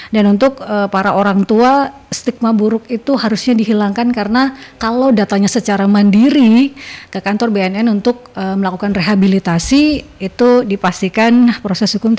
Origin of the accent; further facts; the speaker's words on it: Gresik, East Java, Indonesia; Karena saya sebagai warga Gresik kaget dengan temuan 3,37 ton ganja di wilayah kami lagi.